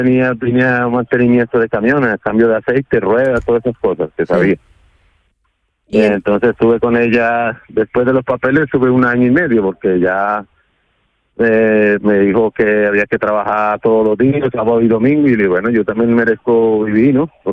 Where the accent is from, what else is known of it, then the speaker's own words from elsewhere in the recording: Colombia; now in Spain; Yo de Colombia.